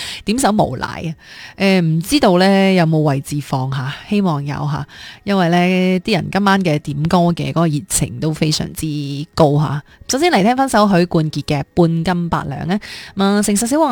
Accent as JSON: {"language": "Cantonese", "region": "Guangdong", "country": "China", "said": "我哋作为广东人都经历过噶啦"}